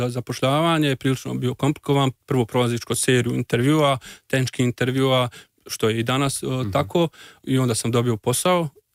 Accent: Doboj, Republika Srpska, Bosnia & Herzegovina; moved away as an adult; now in Cologne, Germany; Ja sam došao iz Doboja. Prije 6 godina sam došao u Njemačku gdje sam dobio posao.

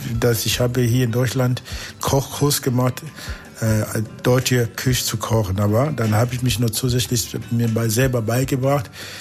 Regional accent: Angola; German is a second language; moved away as an adult; now in Germany; Ich komme aus Nord.

